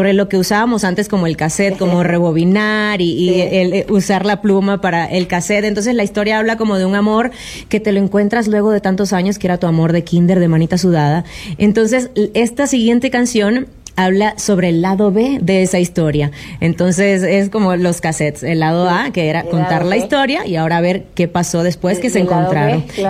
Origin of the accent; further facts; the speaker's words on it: Venezuela; Yo, por ejemplo, soy venezolana